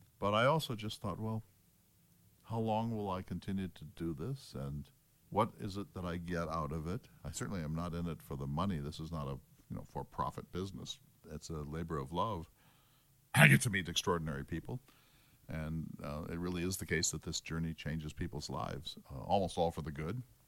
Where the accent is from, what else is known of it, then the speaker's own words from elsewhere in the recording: Bismarck, North Dakota, United States; the Missouri, which flows through my hometown of Bismarck